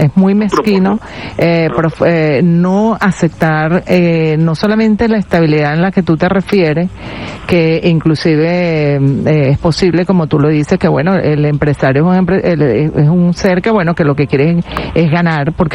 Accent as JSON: {"language": "Spanish", "town": "Upata", "region": "Bolívar", "country": "Venezuela", "said": "Pero yo sí soy de allí, ¿oíste?"}